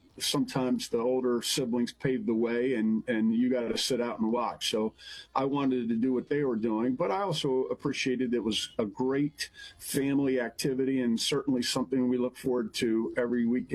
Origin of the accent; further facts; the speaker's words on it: Ithaca, New York, United States; I was born in Ithaca, New York. I am one of six. I'm a twin, but still the youngest of all.